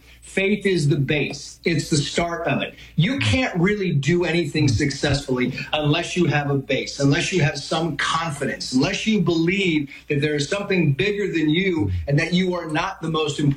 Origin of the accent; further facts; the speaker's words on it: San Diego, California, United States; I mean, we are Irish Catholics. And as you say, I grew up in San Diego. And as a family, you know, I was the youngest of five, and there was quite an age difference.